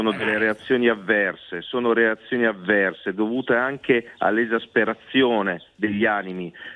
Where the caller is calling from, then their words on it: Reggio Emilia, Emilia-Romagna, Italy; Reggio Emilia.